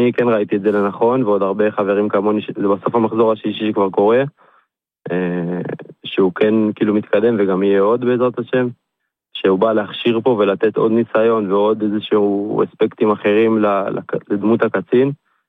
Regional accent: Gan Yavne, Central District, Israel; אני מגן יבנה.

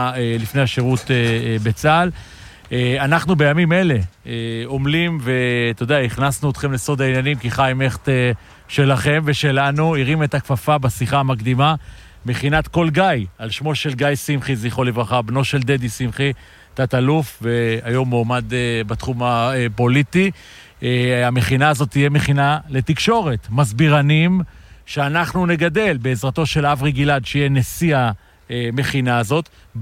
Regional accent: Kiryat Tivon, Northern District, Israel; אני גדלתי בטבעון

